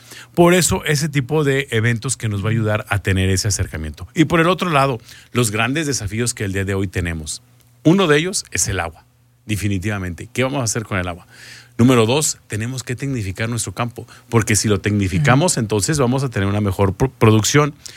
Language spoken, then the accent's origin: Spanish; Mexico